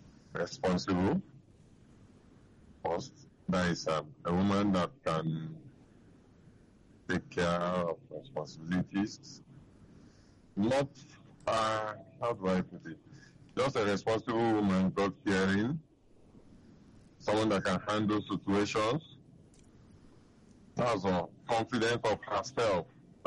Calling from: Anambra, Nigeria; I'm from Anambra.

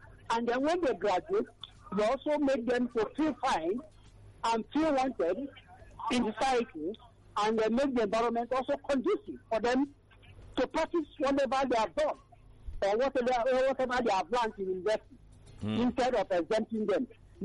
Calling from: Abuja, Federal Capital Territory, Nigeria; I'm calling from Abuja.

